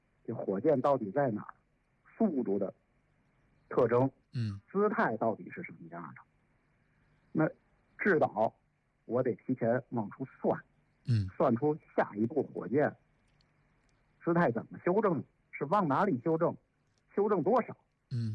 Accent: China; 那我们中国人尝试了第三种技术路径，

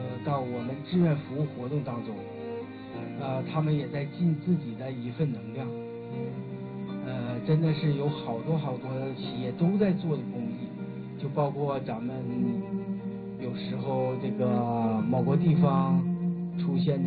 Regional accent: China; 所以说生在华夏何其幸福，作为一名中国人

